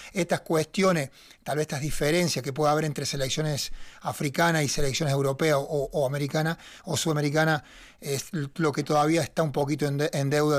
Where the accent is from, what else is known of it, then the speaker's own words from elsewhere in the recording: Argentina; soy argentino